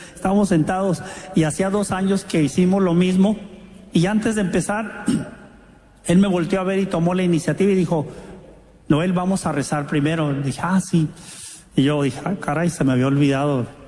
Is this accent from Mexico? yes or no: yes; Mexico; como buen mexicano bromista